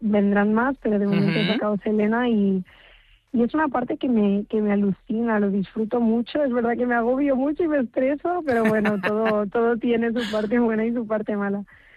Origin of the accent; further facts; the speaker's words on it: Balearic Islands, Spain; now in Madrid, Spain; y espero estar ahí cantando pronto con mi gente, con mi familia y con mi isla.